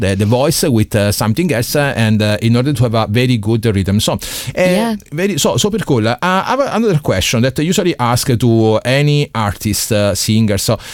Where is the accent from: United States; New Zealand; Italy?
Italy; English is a second language; I'm not Irish, you know, I'm Italian, and for me sometimes, so before starting pretending, you know, speak English